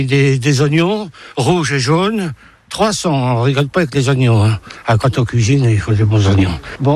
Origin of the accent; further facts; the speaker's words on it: Normandy, France; Et je suis assez content parce que par ici, moi, je suis normand.